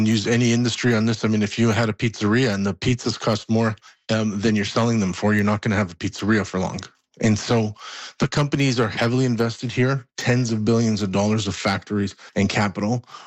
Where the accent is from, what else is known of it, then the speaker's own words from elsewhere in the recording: Canada; I'm Canadian first